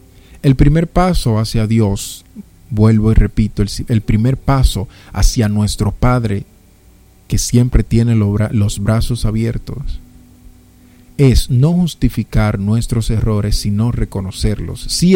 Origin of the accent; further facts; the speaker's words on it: Dominican Republic; como decimos los dominicanos